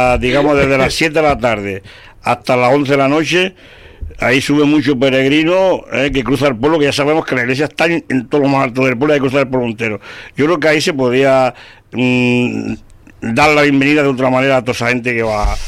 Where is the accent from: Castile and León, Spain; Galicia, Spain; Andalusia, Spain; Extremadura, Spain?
Andalusia, Spain; Roquetas de Mar; viví en mi pueblo en Roqueta todos los fines de semana